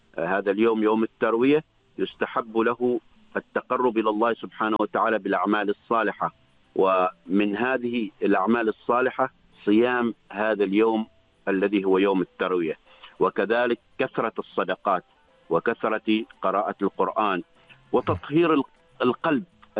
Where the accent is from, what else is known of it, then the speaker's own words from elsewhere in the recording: Oman; ونحن أهل عمان